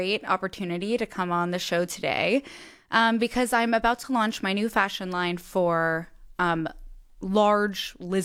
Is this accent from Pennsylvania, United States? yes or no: yes; Philadelphia, Pennsylvania, United States; I am from Philadelphia, Pennsylvania.